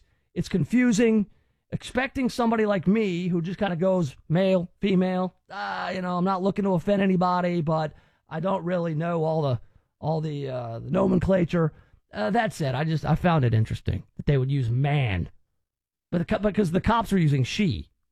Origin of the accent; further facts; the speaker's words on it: Memphis, Tennessee, United States; That's when I was born in Memphis and I moved around a lot, and then I was back in Memphis by third grade